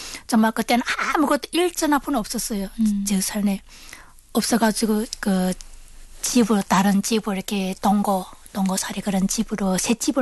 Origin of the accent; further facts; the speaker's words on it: North Hamgyong, North Korea; now in South Korea; 남한 정착한 지 2개월 된 함경북도에서 온